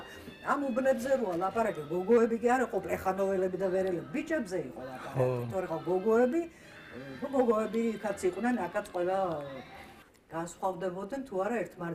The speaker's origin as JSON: {"language": "Georgian", "region": "Tbilisi", "country": "Georgia", "tie": "born there"}